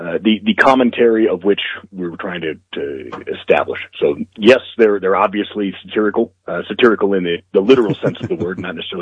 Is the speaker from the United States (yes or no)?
yes; United States; as a citizen, as an American, as a proud American